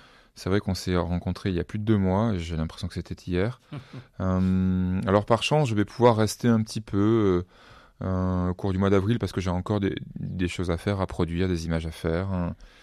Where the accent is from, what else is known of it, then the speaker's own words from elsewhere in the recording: Avignon, Provence-Alpes-Côte d'Azur, France; also born or lived in Var; je suis né à Avignon, je suis au cœur de ma terre natale.